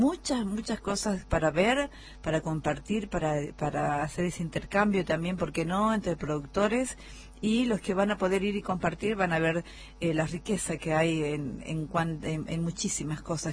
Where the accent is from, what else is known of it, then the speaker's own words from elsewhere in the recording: Argentina; vamos a vivir aquí como argentinos